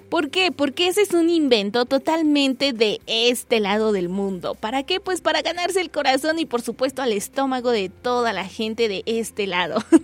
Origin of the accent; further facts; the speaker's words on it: Mexico; Como buenos mexicanos que somos